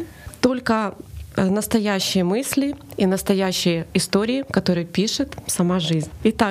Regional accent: Kyiv, Ukraine; now in Germany; И все мы приехали, кстати, из разных городов Украины. Я, кстати, из Киева тоже родом.

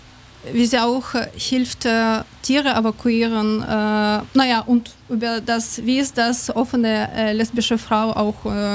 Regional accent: Kyiv, Ukraine; German is a second language; now in Germany; ich komme aus Kyiv

